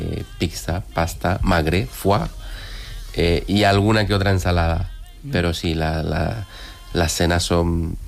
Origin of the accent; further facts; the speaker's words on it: Paraguay; moved away; Bueno, yo llevo 22 años aquí, pero soy de Paraguay.